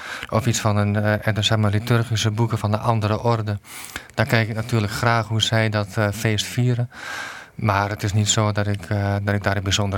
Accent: Overijssel, Netherlands; Ik ben geboren en getogen in, in Twente. En dus mijn achternaam is ook een echt typisch Twentse naam. En … is, dat heb ik gekregen van mijn ouders.

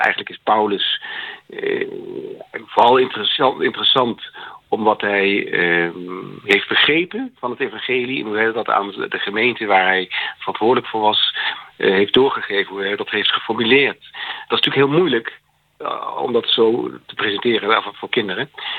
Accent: Oudenbosch, North Brabant, Netherlands; born there; moved away; also born or lived in Enschede / Utrecht / The Hague / Leiden; ik ben een oude Bossenaar. Oude Bos. Kijk eens aan. Mijn geboortegrond.

